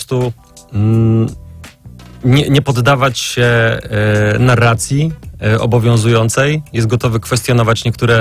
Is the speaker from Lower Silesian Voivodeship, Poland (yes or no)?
yes; Wałbrzych, Lower Silesian Voivodeship, Poland; now in Warsaw, Poland; bo jestem z Wałbrzycha w ogóle, z mniejszego miasta.